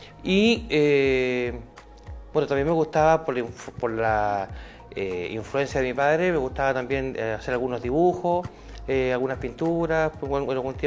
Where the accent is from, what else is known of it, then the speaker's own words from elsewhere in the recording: Tomé, Biobío, Chile; yo nací acá en Tomé en el año 69, el 18 de enero de 1969, por lo que tengo 56 años.